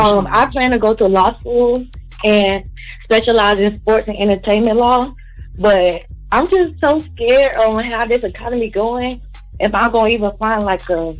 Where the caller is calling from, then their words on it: Georgia, United States; I'm calling from Georgia.